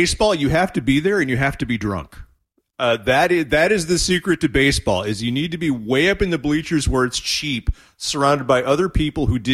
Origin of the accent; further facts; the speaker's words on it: New Mexico, United States; I grew up in New Mexico